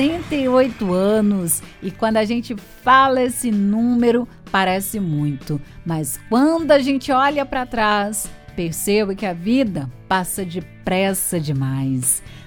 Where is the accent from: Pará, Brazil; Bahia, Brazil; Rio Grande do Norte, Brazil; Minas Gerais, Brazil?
Pará, Brazil; Rurópolis; Eu venho lá de Rurópolis, de coração na Amazônia